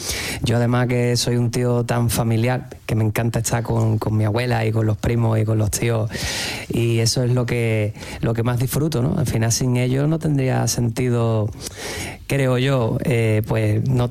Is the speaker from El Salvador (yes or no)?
no; San Fernando, Andalusia, Spain; now in Madrid, Spain; yo soy de San Fernando y mi compi es de La Línea. Entonces, como yo, además yo tiro un poquito más a Cádiz capital, me salen expresiones diferentes a él.